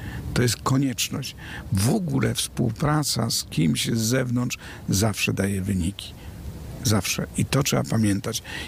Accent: Karpacz, Lower Silesian Voivodeship, Poland; A ja sam pochodzę z takiej miejscowości jak Karpacz, gdzie kiedyś to była wioska, nie miasto

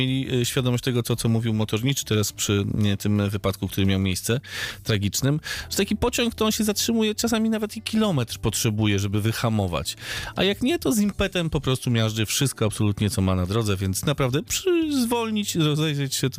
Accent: Wrocław, Lower Silesian Voivodeship, Poland; Jestem wrocławianinem.

